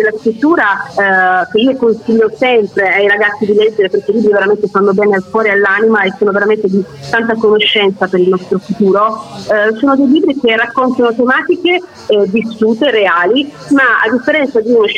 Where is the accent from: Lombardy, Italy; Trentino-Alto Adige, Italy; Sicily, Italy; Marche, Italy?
Sicily, Italy; e io ti dico, da siciliana